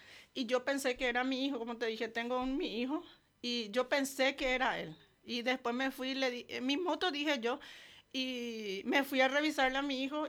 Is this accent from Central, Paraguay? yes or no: no; Pedro Juan Caballero, Amambay, Paraguay; Pedro Juan Caballero es lo más solidario que hay en este mundo, somos nosotros los pedrojuaninos.